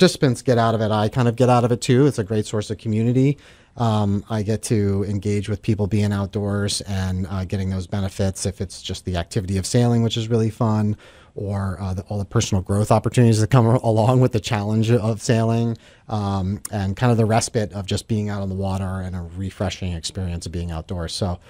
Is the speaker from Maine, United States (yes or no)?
yes; Biddeford Pool, Maine, United States; I grew up in Biddeford Pool, and I was kind of like the scholarship kid there, and the community was really welcoming.